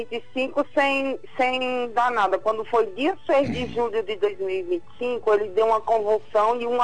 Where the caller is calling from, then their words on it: Recanto das Emas, Federal District, Brazil; Recanto das Emas, Distrito Federal.